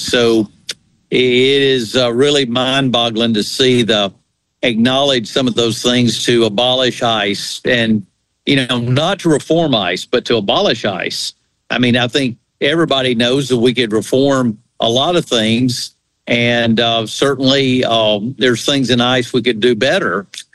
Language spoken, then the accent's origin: English; Alabama, United States; of course, I'm from Alabama. I'm from a red state. It's very Republican